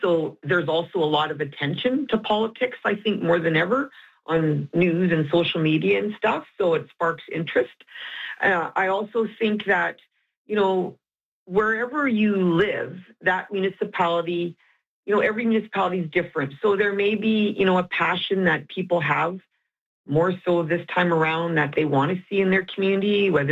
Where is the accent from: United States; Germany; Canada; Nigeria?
Canada; I think it's part of being a Canadian.